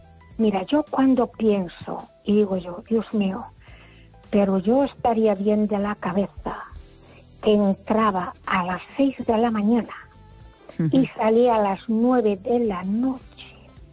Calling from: A Coruña, Galicia, Spain; de Coruña

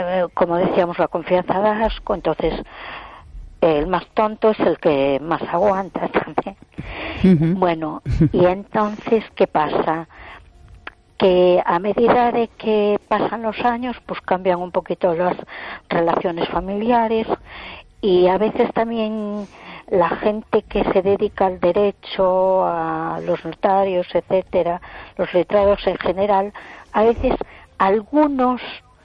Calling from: A Coruña, Galicia, Spain; de Coruña.

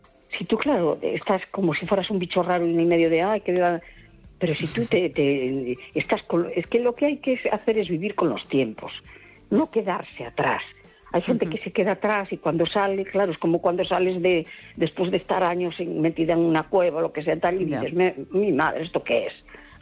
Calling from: A Coruña, Galicia, Spain; Hola, buenas noches … de La Coruña.

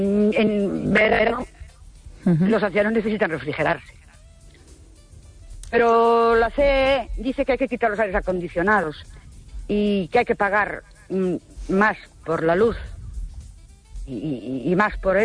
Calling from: Ourense, Galicia, Spain; de Ourense.

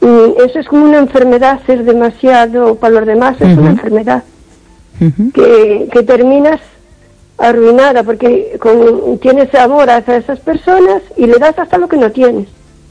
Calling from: O Carballiño, Galicia, Spain; de Carballiño.

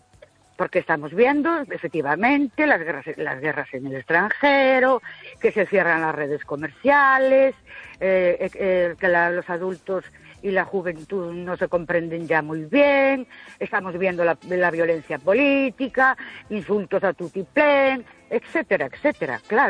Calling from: Ourense, Galicia, Spain; Buenas noches … de Ourense.

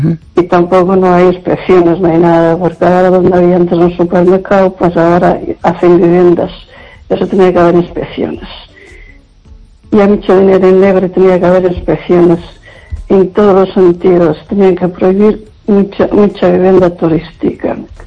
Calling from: Lugo, Galicia, Spain

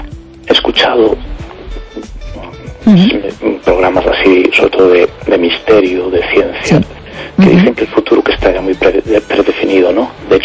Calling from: A Coruña, Galicia, Spain; de Coruña.

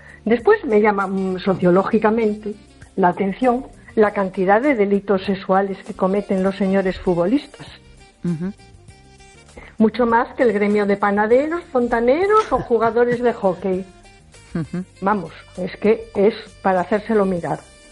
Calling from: A Coruña, Galicia, Spain; Buenas noches … de Coruña.

